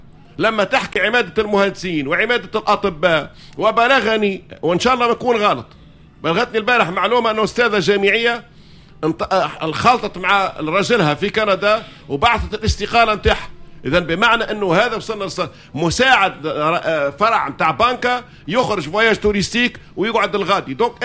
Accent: Tunisia; إنه قداش فرح اللي أنا تونسي.

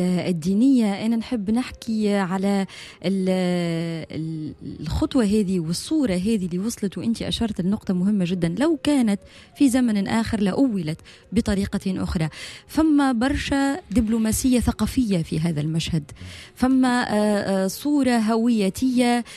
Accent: Tunisia; احنا توانسة

